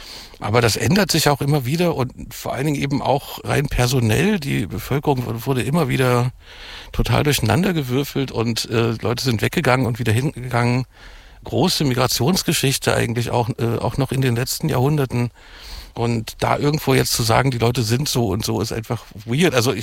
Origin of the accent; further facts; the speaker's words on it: Saxony-Anhalt, Germany; born there; Ich komme theoretisch aus Sachsen-Anhalt, aber ich bin halt schon in der DDR geboren, also da war es noch Bezirk Halle und der Kreis Quedlinburg.